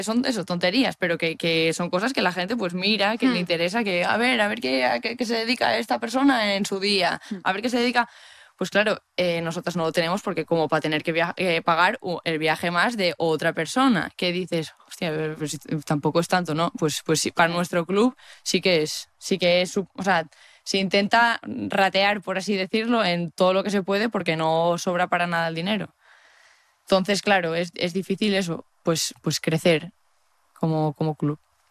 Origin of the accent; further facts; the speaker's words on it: Asturias, Spain; 3 catalanas y el resto somos de Asturias, todo